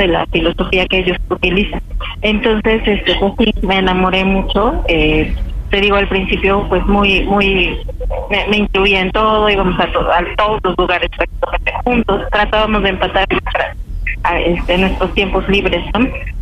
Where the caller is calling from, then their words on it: Mexico City, Mexico; 38 años y de la alcaldía Benito Juárez.